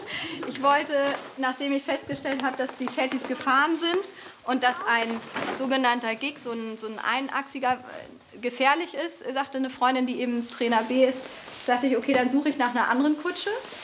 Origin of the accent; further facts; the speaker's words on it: Schleswig-Holstein, Germany; Aber ich bin am Plöner See tatsächlich schon seitdem ich 10 bin zu Hause.